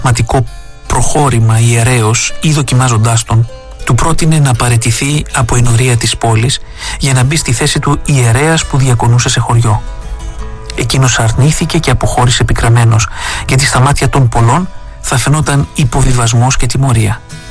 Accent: Corfu, Ionian Islands, Greece; εγώ σαν Κερκυραίος δεν τα ήξερα

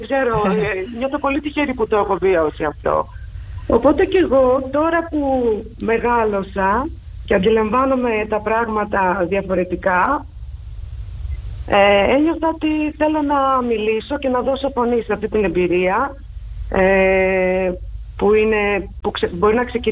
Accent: Albania; now in Greece; Η καταγωγή μου είναι από την Αλβανία και το 1995 η οικογένειά μου μαζί με μένα εγκαταλείψαμε την Αλβανία και πήγαμε σαν μετανάστες στο νησί της Κοπέλου, ένα πολύ τουριστικό μέρος.

